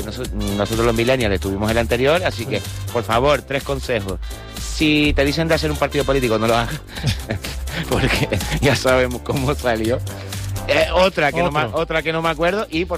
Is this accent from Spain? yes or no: yes; Canary Islands, Spain; Mayor ya, soy un cantautor canario